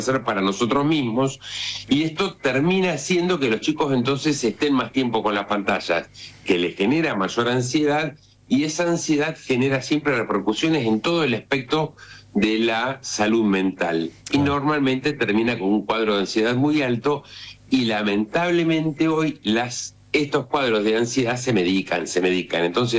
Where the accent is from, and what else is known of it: Argentina